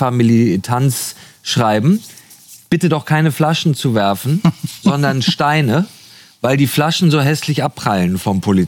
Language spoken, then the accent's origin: German; Hamburg, Germany; als Hamburger bin ich natürlich geprägt vom G20-Gipfel.